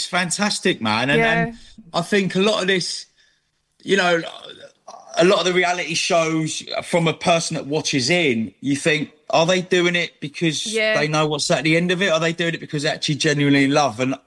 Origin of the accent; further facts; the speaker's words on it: London, United Kingdom; also born or lived in Essex; Originally Northwest London, but I moved out to Essex and then I'm now in a place like near Stansted now, near Dunmo.